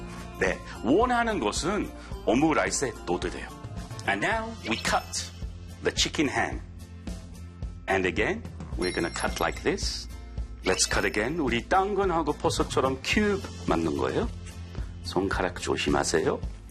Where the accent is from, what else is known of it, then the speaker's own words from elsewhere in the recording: United Kingdom; Korean is a second language; now in South Korea; 왜냐하면 우리 영국 옥수수 다 초당 옥수수예요.